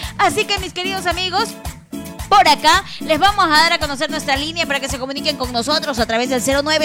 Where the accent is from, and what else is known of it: Ecuador